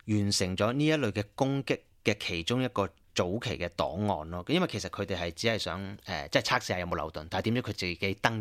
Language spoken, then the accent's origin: Cantonese; Australia; 咁啊沙特受到攻擊其實同我哋澳洲人有咩關係咧？